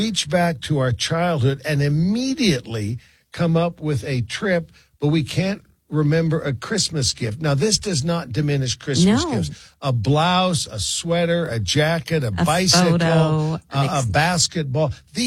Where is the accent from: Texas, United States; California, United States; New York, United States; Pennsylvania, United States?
California, United States; San Francisco; when I was 11 years old, growing up in San Francisco